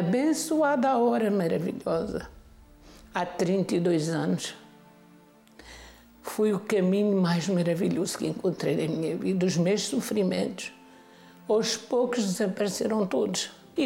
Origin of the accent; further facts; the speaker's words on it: Alentejo, Portugal; born there; now in Sintra area, Portugal; tenho um apartamento no Alentejo onde nasci